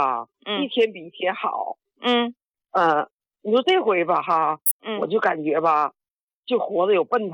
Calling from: Heilongjiang, China; 我是黑龙江的，我今年72了。

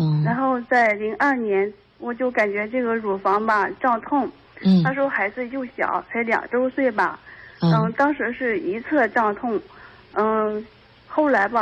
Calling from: Dezhou, Shandong, China; 我是山东德州的祥康人。

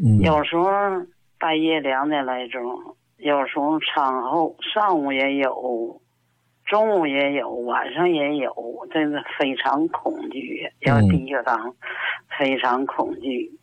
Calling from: Shenyang, Liaoning, China; 我是沈阳的听众。我今年79岁。

